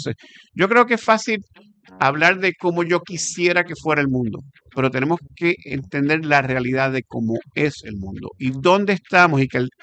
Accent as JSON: {"language": "Spanish", "country": "Puerto Rico", "said": "Yo como puertorriqueño siempre dije que yo no estoy necesariamente de acuerdo que venga un ente extraño y de afuera a gobernar por encima de nuestro país."}